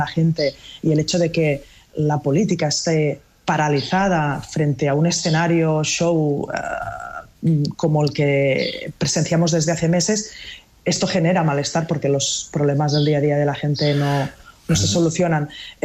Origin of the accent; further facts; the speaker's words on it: Catalonia, Spain; que tenga que ser un grupo de 7 diputados, que además somos catalanes independentistas